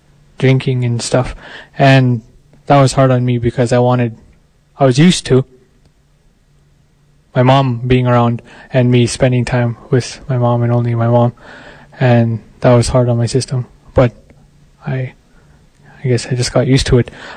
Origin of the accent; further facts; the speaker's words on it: Montreal Lake, Saskatchewan, Canada; born there; also born or lived in Prince Albert, Canada / Regina, Canada; I come from a reserve called Montreal Lake Cree Nation, and where it is in Saskatchewan. Prince Albert, which is right in the middle of the place, borderline of where prairies meet the bush, a thick bush, and an hour into the bush north is where Montreal Lake